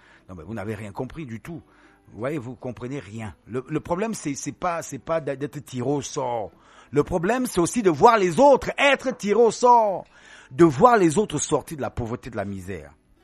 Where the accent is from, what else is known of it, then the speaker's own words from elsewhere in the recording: Cameroon; C'est tout un problème chez nous en Afrique, au Cameroun.